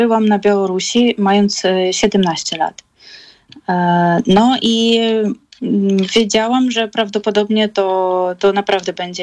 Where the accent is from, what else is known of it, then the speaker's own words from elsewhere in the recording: Kyiv, Ukraine; tak, jesteśmy z Kijowa, a jednak te korzenie trochę tam są takie ciekawsze.